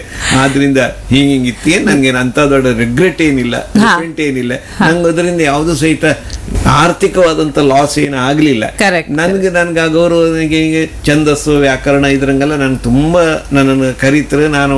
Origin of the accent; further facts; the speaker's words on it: Mallolli, Karnataka, India; ನಾನು ಹುಟ್ಟಿದ್ದು ಮಳ್ಳೊಳ್ಳಿಗೆ, ನಾವು ಬೆಳೆದು ಮಳ್ಳೊಳ್ಳಿಗೆ.